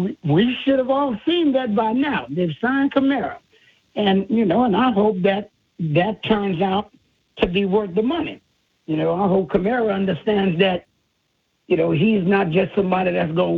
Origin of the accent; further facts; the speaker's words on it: Louisiana, United States; I'm from Louisiana.